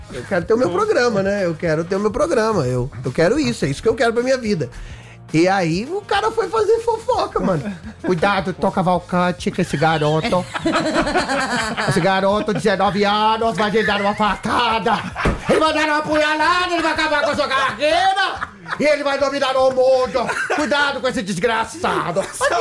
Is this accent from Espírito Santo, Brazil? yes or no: no; Guarani, Minas Gerais, Brazil; E eu doei tudo pra Guarani, minha cidade natal. Bonitinho. Tem 9 mil habitantes